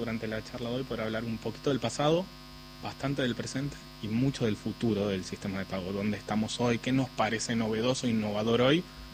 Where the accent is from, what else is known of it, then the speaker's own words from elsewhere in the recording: Ushuaia, Tierra del Fuego, Argentina; Yo pongo el caso Ushuaia porque soy fueguino y orgulloso